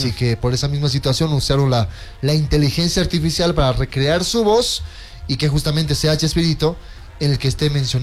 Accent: Bolivia; yo soy boliviano

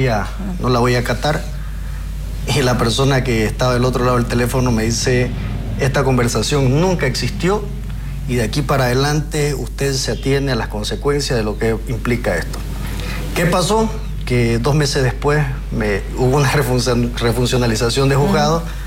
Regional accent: Santa Cruz de la Sierra, Santa Cruz, Bolivia; yo vivía en Santa Cruz

